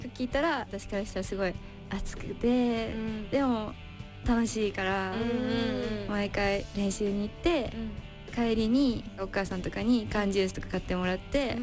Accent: Nagoya, Aichi, Japan; born or raised there

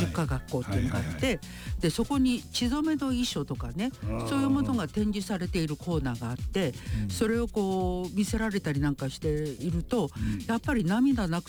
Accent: Kure, Hiroshima, Japan; 私は広島で育ってるので、原爆って広島市に落とされて、私が育った呉市っていうところは避難してきた人たちが住んでいた地域、

